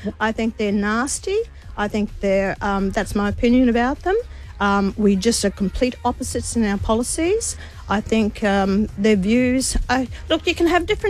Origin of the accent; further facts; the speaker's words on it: Australia; when I was growing up in Australia.